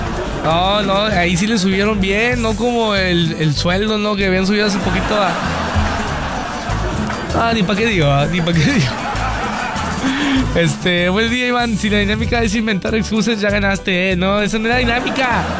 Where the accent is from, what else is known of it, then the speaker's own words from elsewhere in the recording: Montemorelos, Nuevo León, Mexico; Desde Montemorelos. Soy obligón, soy de Montemorelos.